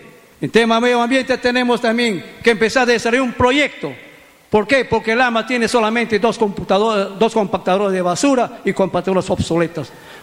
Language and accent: Spanish; Lamas, San Martín, Peru